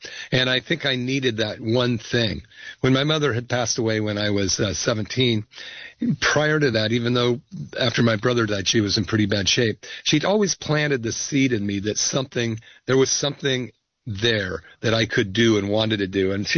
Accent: Berkeley, California, United States; I grew up in Berkeley in the 60s and 70s

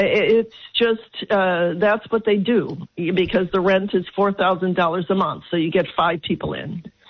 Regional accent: Chicago, Illinois, United States; moved away; when I grew up in Chicago.

